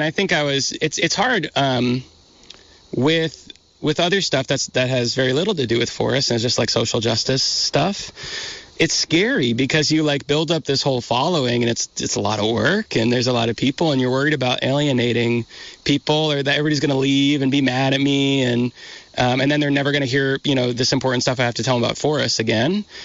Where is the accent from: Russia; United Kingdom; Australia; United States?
United States; Vermont; I'm from Vermont